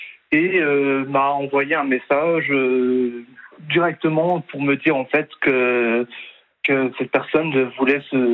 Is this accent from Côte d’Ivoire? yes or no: no; Nancy, Grand Est, France; also born or lived in Ardennes; moi je suis originaire de Nancy, en Meurthe-et-Moselle. Sauf que cette époque-là, moi, j'habitais chez mes parents, qui habitaient dans les Ardennes.